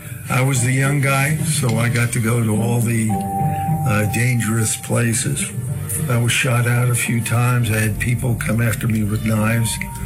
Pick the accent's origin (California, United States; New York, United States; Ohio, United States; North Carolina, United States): New York, United States; Long Island; I was born and raised in Long Island.